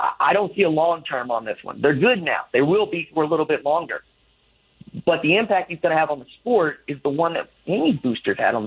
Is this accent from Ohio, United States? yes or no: no; Oklahoma, United States; I'm from Oklahoma, which is, say, Southwest Conference, Big 12 Conference, now the SEC.